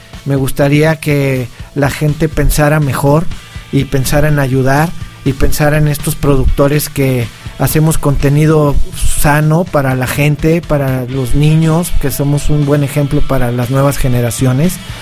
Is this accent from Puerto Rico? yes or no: no; Mexico; somos una gran raza, somos mexicanos